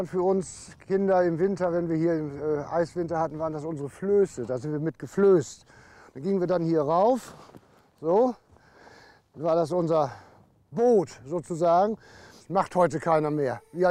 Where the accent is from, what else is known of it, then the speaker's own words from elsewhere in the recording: North Sea coast, Germany; Die Nordsee ist mein Leben. Ich bin hier aufgewachsen, bin hier geboren auf der Insel.